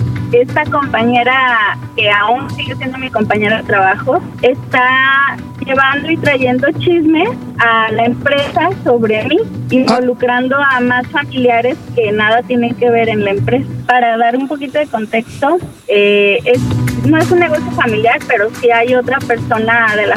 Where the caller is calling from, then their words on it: Guadalajara, Jalisco, Mexico; De Guadalajara, FM.